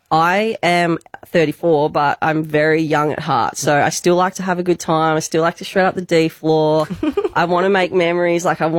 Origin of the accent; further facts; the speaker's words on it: Mornington Peninsula, Victoria, Australia; So I'm from the Mornington Peninsula.